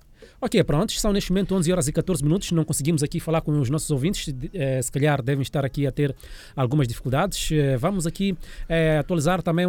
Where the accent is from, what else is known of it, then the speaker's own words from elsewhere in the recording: Mozambique; a nossa cultura como moçambicanos